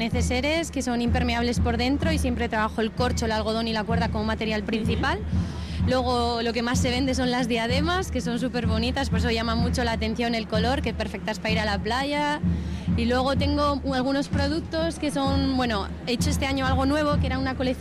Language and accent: Spanish; Vitoria-Gasteiz, Basque Country, Spain; moved away as an adult; now in Milan, Italy; yo soy de Vitoria-Gasteiz, vivo entre Vitoria y Milán, aquí al lado.